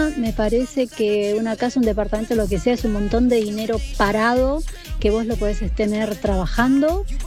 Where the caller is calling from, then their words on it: Martínez, Buenos Aires Province, Argentina; de Martínez.